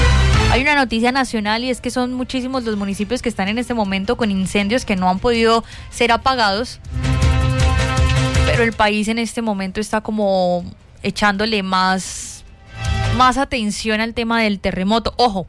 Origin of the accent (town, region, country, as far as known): Santander, Colombia